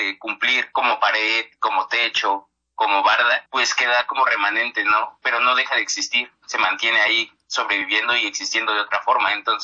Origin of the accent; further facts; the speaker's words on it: Tláhuac, Mexico City, Mexico; moved away as an adult; now in Taxco, Mexico; yo nací y crecí allá en Tláhuac. Y ya después de ahí me vine aquí a estudiar a la Facultad de Artes, pero no en Xochimilco, me vine a Taxco